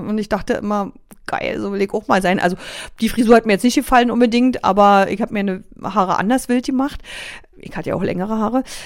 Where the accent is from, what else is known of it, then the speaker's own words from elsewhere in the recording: Berlin, Germany; accent: East Berlin dialect; Da wurde mir mein Ostberliner Dialekt zum Beispiel immer, du Berlinerst, so, da hört man ja gleich, woher du kommst.